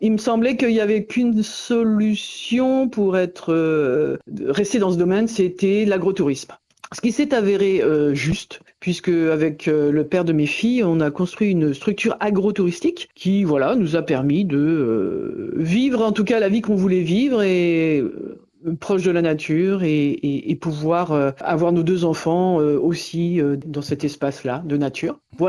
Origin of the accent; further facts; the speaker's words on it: Normandy, France; moi je suis né en Normandie, dans la Manche plus exactement, et dans une famille de paysans normands avec des vaches laitières.